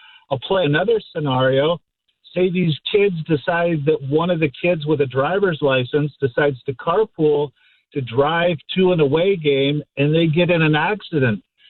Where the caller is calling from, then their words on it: Orange County, California, United States; we live in Orange County, California, the Capistrano Unified School District